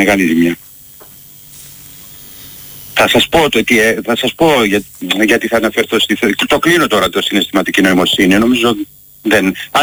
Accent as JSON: {"language": "Greek", "country": "Greece", "said": "γιατί είμαστε Έλληνες καταρχήν."}